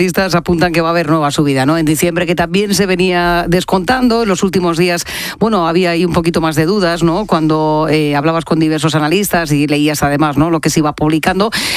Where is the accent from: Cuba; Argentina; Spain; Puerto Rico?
Spain; Jumilla, Region of Murcia; si te escucha alguien, por ejemplo, desde mi tierra querida, desde Murcia, en Jumilla